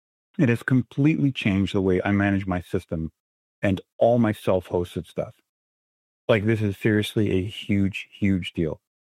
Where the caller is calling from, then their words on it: Ontario, Canada; I am Canadian, living in Canada.